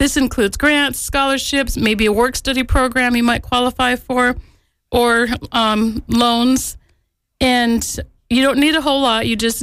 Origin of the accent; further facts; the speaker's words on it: Wisconsin, United States; moved away; also born or lived in New Mexico; I grew up in Wisconsin. I lived in New Mexico for a while, but I've been out here for 22 years, So this is home.